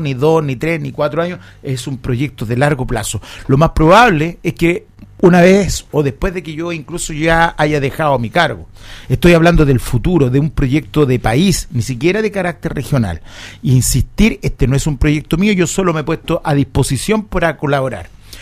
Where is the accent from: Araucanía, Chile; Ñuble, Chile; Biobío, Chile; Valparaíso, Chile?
Valparaíso, Chile; Los Andes Province; yo, que soy andino de la provincia de los Andes, calle Larguino de corazón, pero de la Aconcagua fundamentalmente